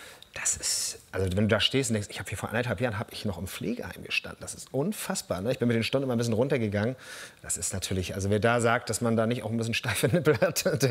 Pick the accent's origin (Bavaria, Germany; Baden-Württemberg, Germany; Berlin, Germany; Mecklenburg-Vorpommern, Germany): Mecklenburg-Vorpommern, Germany; unter den Norddeutschen sind wir Mecklenburger schon noch mal die Ultras.